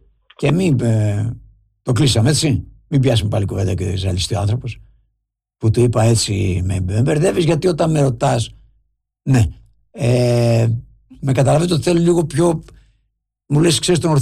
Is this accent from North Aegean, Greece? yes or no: no; Englouvi, Ionian Islands, Greece; born there; moved away; Εκεί το χωριό μου.